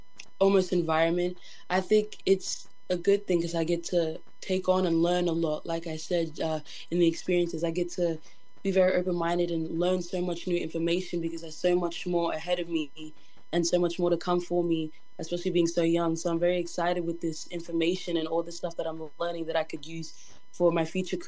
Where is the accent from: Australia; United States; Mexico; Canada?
Australia; Erub and Boigu Island, Queensland; now in Logan City, Australia; So I'm from Erub, so Danley Island, and I'm from Boigu Island.